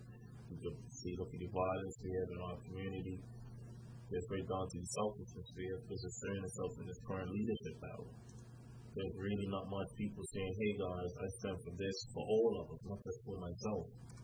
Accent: Somerset, Sandys Parish, Bermuda; I'm from Somerset, right? And Somerset between Somerset Bridge and Wofford Bridge.

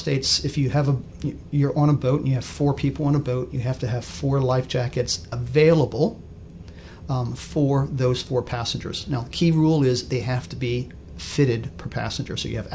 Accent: Bermuda; Growing up in Bermuda, water is a big part of your life.

